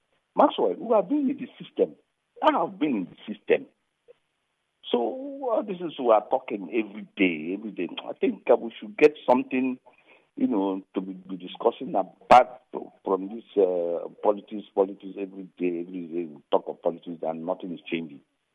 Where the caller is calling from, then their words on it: Morocco; I'm calling from Morocco.